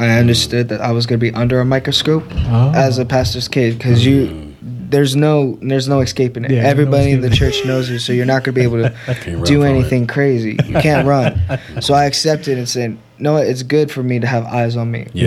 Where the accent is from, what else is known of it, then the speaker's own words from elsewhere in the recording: Corona, California, United States; also born or lived in Downey, California; born and raised, I was born in Downey, but I was raised in Corona.